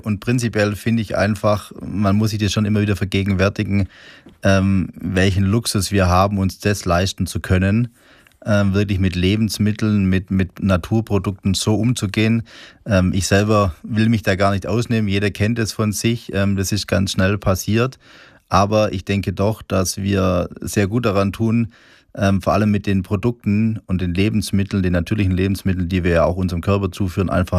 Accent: Baden-Württemberg, Germany; als Gastronom und natürlich dann auch vor allem noch als Schwabe

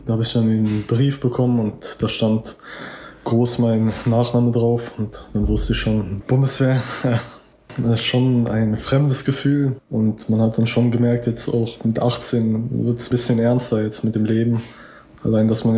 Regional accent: Cologne, North Rhine-Westphalia, Germany; born there; Ich bin hier in Köln geboren und meine Mutter auch, mein Vater auch, aber eben halt Großeltern kamen alle nach Deutschland.

